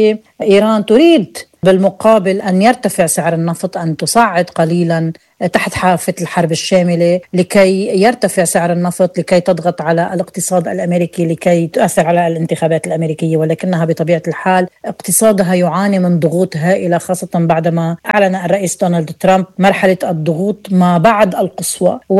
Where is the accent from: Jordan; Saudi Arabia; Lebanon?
Lebanon; لبنان شأن أبينا كلبنانيين، نحن جزء من مشروع إقليمي كبير